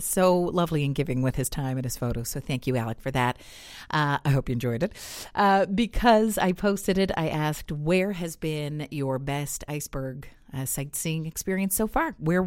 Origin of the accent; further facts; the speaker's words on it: Newfoundland and Labrador, Canada; as a Newfoundlander